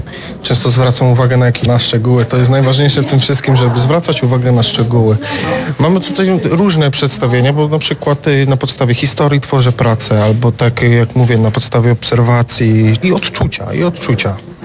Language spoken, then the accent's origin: Polish; Prudnik, Opole Voivodeship, Poland; Dzień dobry … jestem z Prudnika.